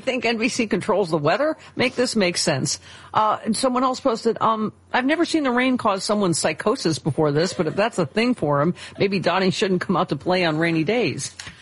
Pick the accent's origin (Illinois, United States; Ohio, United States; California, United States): California, United States; Can I just say, as a Californian, get them out of our business.